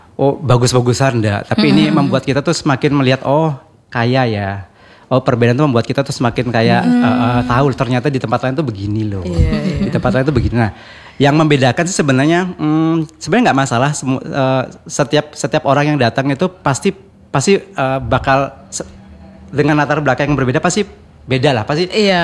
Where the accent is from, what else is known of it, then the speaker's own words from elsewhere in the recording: Bali, Indonesia; Dari Bali saya.